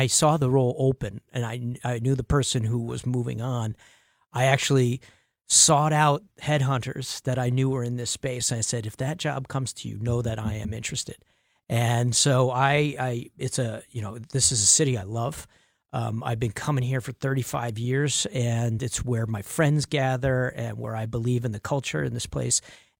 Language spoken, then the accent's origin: English; New Jersey, United States; also born or lived in Chicago; now in Milwaukee, United States; So I grew up in New Jersey, actually, and my dad was a musician. I've been a musician my whole life